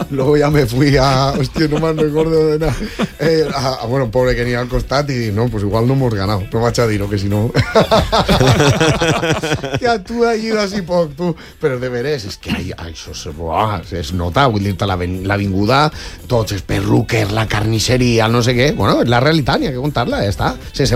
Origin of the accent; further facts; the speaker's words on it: Valencia, Valencian Community, Spain; soc de Torrefiel, soc més de barri que els columpios. Entonces, clar, la manera de ver la vida és d'un xic de Torrefiel.